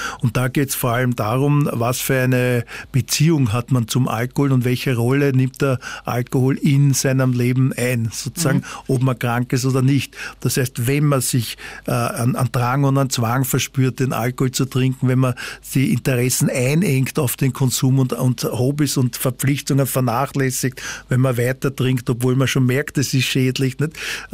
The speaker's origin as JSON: {"language": "German", "region": "Vienna", "country": "Austria", "said": "ich komme aus Grinzing, aus Wien"}